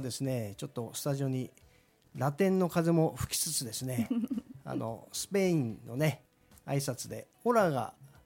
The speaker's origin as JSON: {"language": "Japanese", "town": "Sapporo", "region": "Hokkaido", "country": "Japan", "said": "私は実は豊平区なんですけども、"}